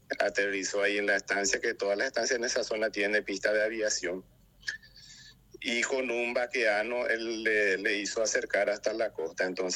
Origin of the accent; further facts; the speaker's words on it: Arroyito, Concepción, Paraguay; now in Concepción, Paraguay; concesionero de Arroyito soy